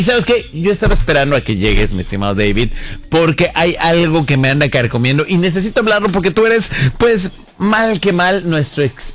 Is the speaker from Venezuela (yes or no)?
no; Mexico; como yo, como muchos mexicanos.